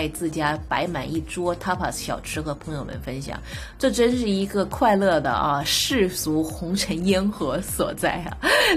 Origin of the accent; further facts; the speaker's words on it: China; 让我回到了这个小的时候在中国那种菜市场的感觉